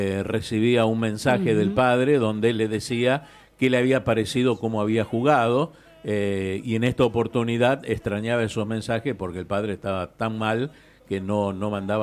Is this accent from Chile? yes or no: no; Argentina